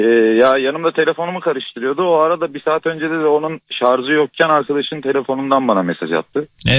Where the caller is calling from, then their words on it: Ankara, Turkey; Ankara'dan.